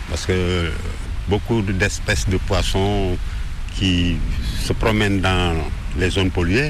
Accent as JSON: {"language": "French", "region": "Dakar", "country": "Senegal", "tie": "born or raised there", "said": "Je suis né à Anne, autochtone. Bon, et voilà plus presque 50 ans que je suis sur la plage."}